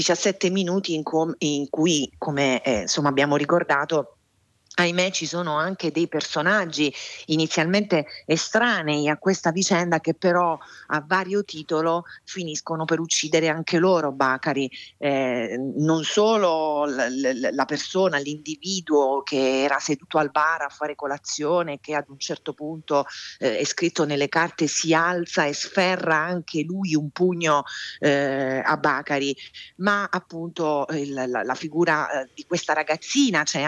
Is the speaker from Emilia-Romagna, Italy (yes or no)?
no; Taranto, Apulia, Italy; Io sono tarantina, conosco quei vicoli e conosco la geografia di una città che però non è tanto diversa dal resto d'Italia.